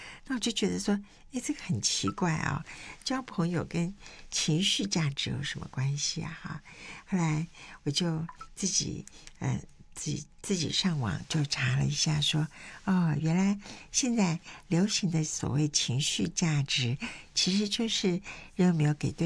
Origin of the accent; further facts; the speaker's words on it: China; 我们中国人常常讲到说，哎，逢年过节家人要团聚